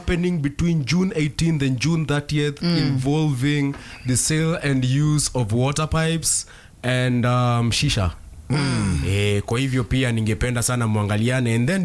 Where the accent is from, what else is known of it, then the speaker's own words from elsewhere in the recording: Kenya; It's exhausting being a Kenyan.